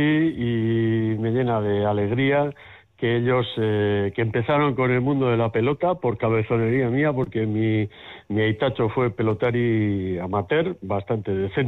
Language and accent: Spanish; Zarautz, Basque Country, Spain; now in Bilbao, Spain; Yo soy de Zarauz, vivo en Bilbao, mi mujer es de Bilbao